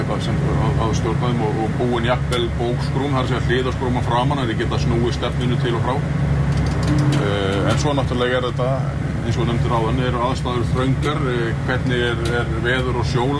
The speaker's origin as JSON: {"language": "Icelandic", "town": "Grindavík", "region": "Southern Peninsula", "country": "Iceland", "said": "ég kem úr Grindavík hérna, og býð þar"}